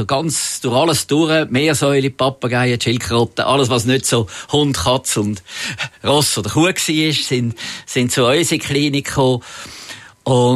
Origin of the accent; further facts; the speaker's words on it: Zürich, Zurich, Switzerland; Aber natürlich bin ich aufgewachsen in Zürich und der Zoo war näher und ich war sehr viel im Zoo gewesen.